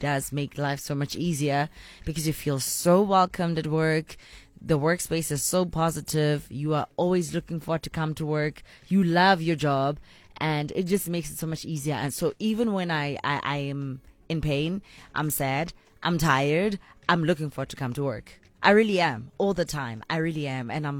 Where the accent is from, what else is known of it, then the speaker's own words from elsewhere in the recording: Johannesburg, Gauteng, South Africa; born there; I was born in Joburg. I live in Joburg.